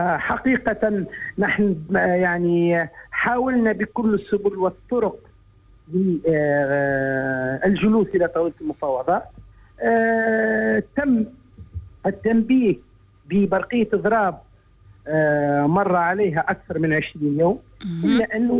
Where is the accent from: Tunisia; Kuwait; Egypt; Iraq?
Tunisia; Gafsa, Gafsa Governorate; born there; إذاعة قفصة مسقط رأسي وبلد النضال وأبناء الخدامة